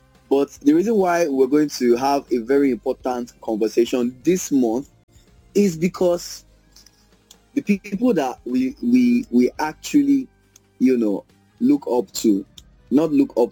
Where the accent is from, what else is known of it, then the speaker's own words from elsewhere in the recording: Nigeria; So I am talking to you as a Nigerian.